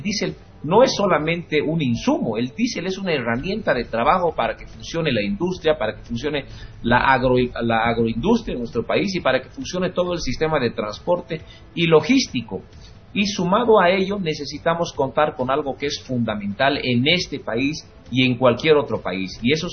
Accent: Bolivia

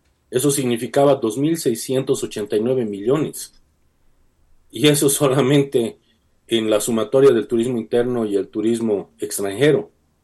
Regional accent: Bolivia; nos estamos saboteando, autosaboteando como bolivianos.

